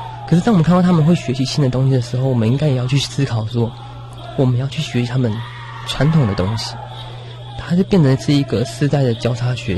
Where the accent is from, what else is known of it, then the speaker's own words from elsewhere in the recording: Ji'an, Hualien County, Taiwan; moved away; 我在吉安乡这个位置上面